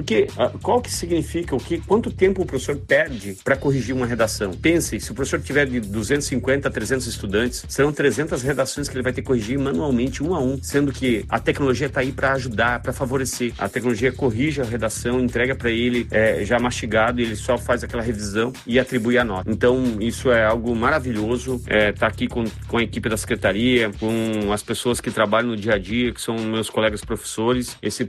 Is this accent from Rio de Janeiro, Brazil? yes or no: no; Paraná, Brazil; nos deixa muito orgulhoso como paranaenses